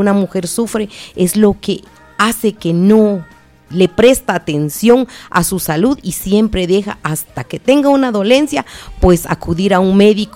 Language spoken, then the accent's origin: Spanish; San Juan Comalapa, Chimaltenango, Guatemala; Originalmente soy de San Juan, Comalapa.